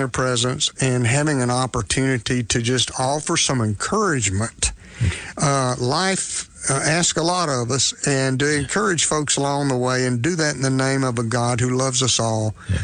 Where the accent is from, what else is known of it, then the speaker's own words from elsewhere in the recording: Griffin, Georgia, United States; Going back to my hometown, not too distant down from now, Griffin, Georgia, and do something at a bookstore there